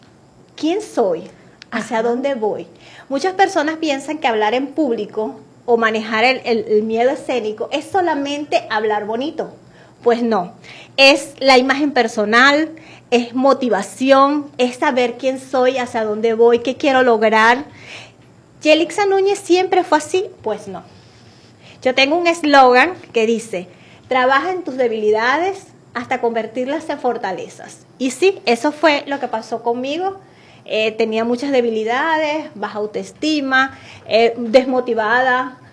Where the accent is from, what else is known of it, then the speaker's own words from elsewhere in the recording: El Tigre, Anzoátegui, Venezuela; nuestra gente tigrense